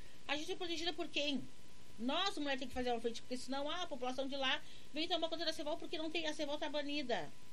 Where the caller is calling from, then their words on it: Brazil; Eu moro na Vila Brasil, eu não tô no bairro